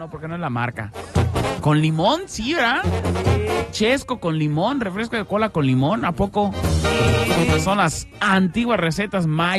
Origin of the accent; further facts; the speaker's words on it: Argentina; now in Mexico; porque yo también soy de Argentina, vino aquí en México a vivir un poquito